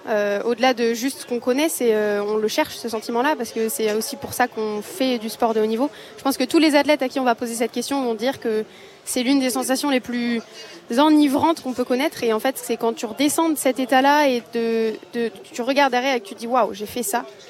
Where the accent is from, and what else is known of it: Nice, Provence-Alpes-Côte d'Azur, France